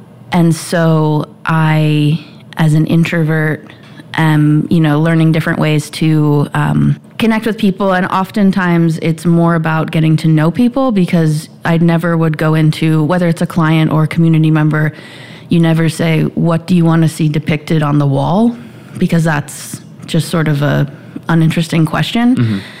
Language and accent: English; Illinois, United States; also born or lived in Hawaii; now in Indianapolis, United States; I grew up near Chicago